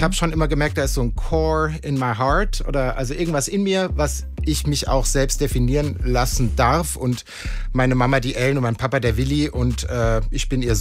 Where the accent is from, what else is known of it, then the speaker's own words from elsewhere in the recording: Hesse, Germany; Ich wurde mit 5 Wochen in die Obhut meiner Eltern gegeben und in Hesse. Und ich bin Hesse und Hesse geboren, Hesse gemacht. Und Frankfurt am Main ist mein Lebensmittelpunkt und mein Schaffenswerk und mein Studio.